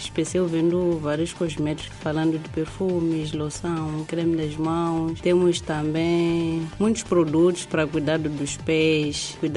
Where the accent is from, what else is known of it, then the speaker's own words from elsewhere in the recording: Manjacaze, Gaza, Mozambique; Sou natural de Manjacaze